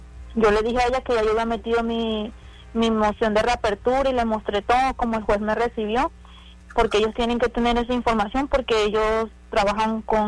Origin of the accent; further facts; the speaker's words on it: Venezuela; Yo soy venezolana y yo entré con una, bueno, aquí se prepara un asilo